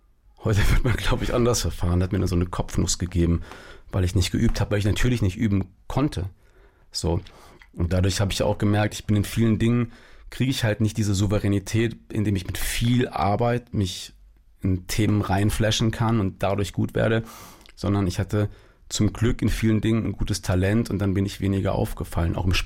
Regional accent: Siegen, North Rhine-Westphalia, Germany; born there; also born or lived in Giessen; Genau, also ich bin in Siegen geboren, meine große Schwester zum Beispiel noch in Würzburg.

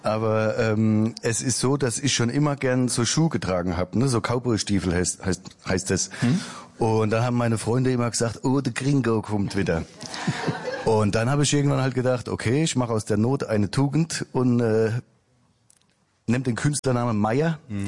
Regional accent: Kurpfalz, Germany; accent: Kurpfälzisch; now in Mannheim, Germany; Ja, also ich glaube, es ist pfälzisch, aber die Pfalz da ist groß irgendwie, da streiten sich auch wieder alle. Und aber ich komme jetzt speziell aus der Kurpfalz.

